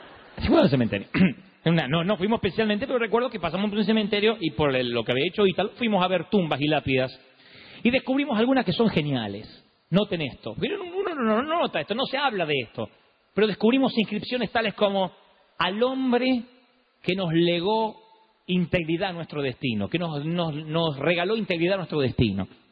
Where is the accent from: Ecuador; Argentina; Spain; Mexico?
Argentina; yo soy de la Argentina de los 70, la Argentina donde el 99% éramos todos pobres.